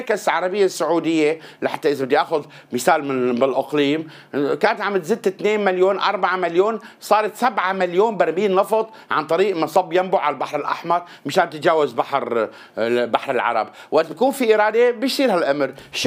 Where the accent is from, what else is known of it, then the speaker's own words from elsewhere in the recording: Syria; حتى لو أنا كمواطن سوري مهندس